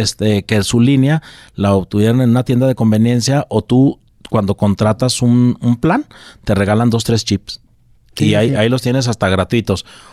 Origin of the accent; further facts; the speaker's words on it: Guadalajara, Jalisco, Mexico; born there; yo soy de Guadalajara, aquí nací, aquí vivo, pues me importa Jalisco